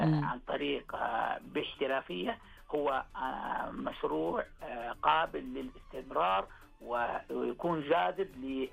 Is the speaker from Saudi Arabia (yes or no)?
yes; Taif, Makkah Province, Saudi Arabia; مسار المخاضة عندنا في الطائف